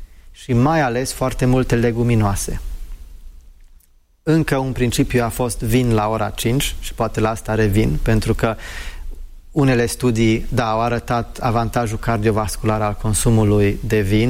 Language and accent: Romanian; United Kingdom; first language en; Romanian is a second language; Eu am crescut în Marea Britanie și fiind crescut acolo, vorbitor nativ, asta e și prima limbă, poate se simte de ce nu vorbesc corect, total corect română.